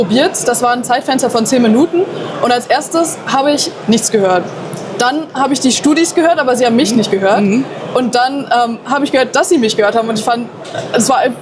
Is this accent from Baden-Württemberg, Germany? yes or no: no; Berlin, Germany; Ich komme aus Berlin, deswegen sehr, sehr cool.